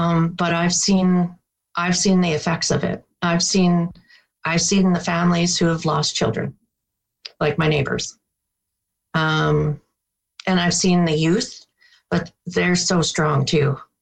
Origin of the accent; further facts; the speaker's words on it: Saskatchewan, Canada; But for me, I didn't. I come from Saskatchewan.